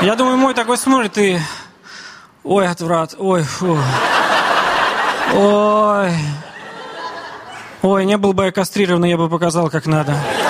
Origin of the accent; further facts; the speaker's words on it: Armenia; Да, я женат, и армяне в браке носят кольца на левой руке, еще мы крестимся слева направо. Мы такие реверсивные православные, знаете.